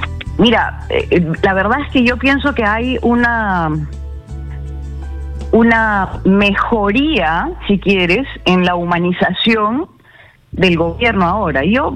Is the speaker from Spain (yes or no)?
no; Peru; yo como peruana sí. Voy a caminar erguida, orgullosa de ser peruana